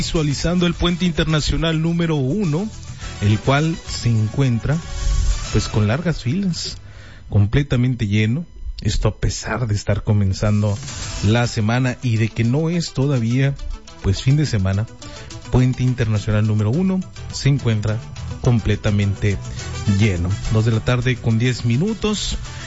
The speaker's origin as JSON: {"language": "Spanish", "country": "Mexico", "said": "de nosotros como mexicanos"}